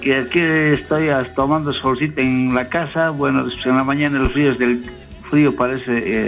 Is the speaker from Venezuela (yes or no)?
no; Bolívar, Bolivia; en Bolívar, en mi pueblo antes